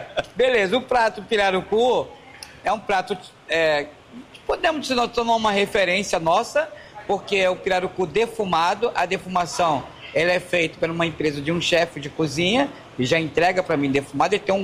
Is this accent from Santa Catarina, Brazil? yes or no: no; Rio de Janeiro, Brazil; born there; now in Amazonas, Brazil; eu sou carioca de certidão e amazonense de coração.